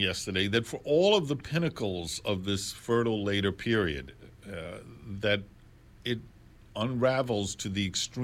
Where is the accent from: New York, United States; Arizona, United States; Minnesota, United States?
New York, United States; New York City; in our fair city, the Big Apple, New York City, you'll forgive me for praising my hometown